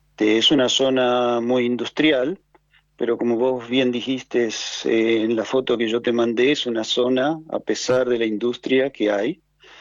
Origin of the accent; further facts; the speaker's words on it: Argentina; moved away as an adult; Por intermedio de la empresa, yo salí de la Argentina, nunca me terminé de ir, digamos.